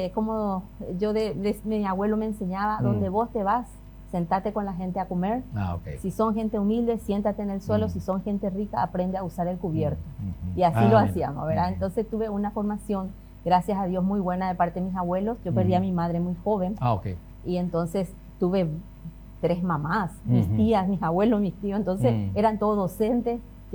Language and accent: Spanish; Coronel Oviedo, Caaguazú, Paraguay; born there; moved away as an adult; now in Chaco, Paraguay; Nací en Coronel Oviedo.